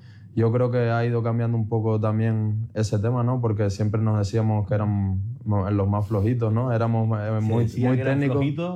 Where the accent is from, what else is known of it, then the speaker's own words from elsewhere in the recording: La Orotava, Canary Islands, Spain; Al final yo no pierdo las tradiciones de mi pueblo, y al final eso lo llevaré siempre.